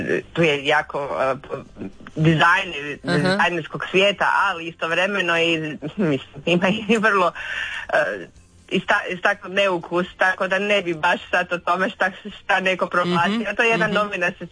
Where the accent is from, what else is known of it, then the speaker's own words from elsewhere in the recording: Croatia; now in United States; mi smo Hrvati ovdje u useljeništvu